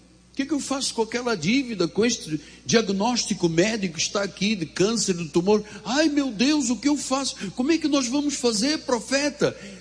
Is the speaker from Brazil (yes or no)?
no; Angola; Claro, sou de Angola. Ué, mas você não é negro? Eu falei, não sou negro, sou branco de Angola.